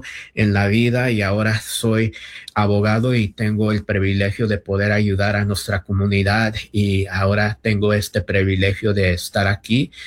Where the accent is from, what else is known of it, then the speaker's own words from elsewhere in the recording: Los Angeles, California, United States; born there; also born or lived in Oaxaca, Mexico; Yo personalmente soy mexicano, nací en Oaxaca, México, tuve la experiencia de ser inmigrante, humildemente crecí en el sur centro de Los Ángeles durante un tiempo, también no conté con los papeles y pues crecí en el sur centro de Los Ángeles.